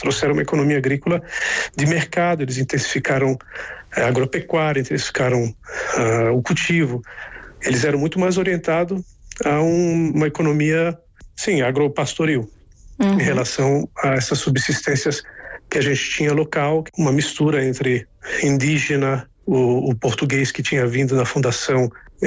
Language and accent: Portuguese; Florianópolis, Santa Catarina, Brazil; Eu sou do litoral, eu sou de Florianópolis, e tu dá uma passeada no litoral, tá todo mundo pescando.